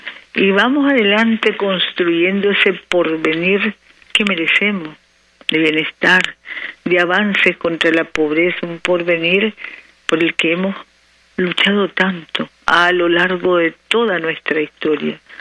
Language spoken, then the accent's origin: Spanish; Nicaragua; hay patria y somos nicaragüenses